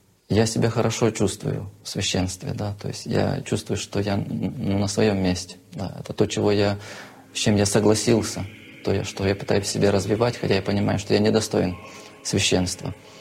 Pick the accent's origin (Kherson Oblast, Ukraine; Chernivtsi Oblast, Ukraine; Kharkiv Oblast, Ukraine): Chernivtsi Oblast, Ukraine; moved away as an adult; also born or lived in Siberia; now in Germany; Я родом с Буковины. Это Черновицкая область, западная Украина, граница Румынии и Молдавии.